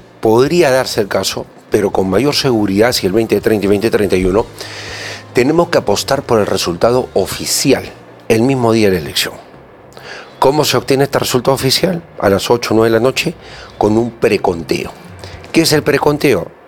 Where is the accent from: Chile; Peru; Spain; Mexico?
Peru; me refiero en general como peruanos